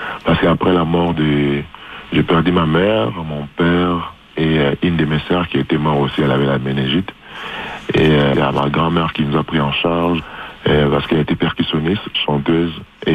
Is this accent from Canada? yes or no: yes; Canada; surtout parce que j'habite au Canada, je suis canadien.